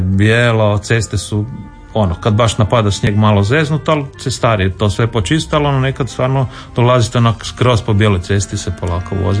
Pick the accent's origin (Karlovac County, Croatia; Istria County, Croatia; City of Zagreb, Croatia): City of Zagreb, Croatia; Zagreb; U Zagrebu, da, da, djetinjstvo sam u Trnju na Savici u ulici, ja mislim da je to jedna ulica u Zagrebu, zamislite, jedini kućni brojevi su 42 i 44, Miljackina ulica